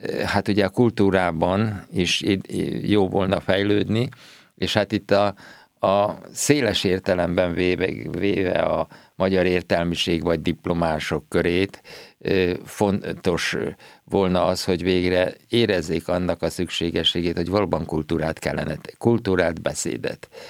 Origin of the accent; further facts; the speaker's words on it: Hungary; mint magyar társadalom, hívők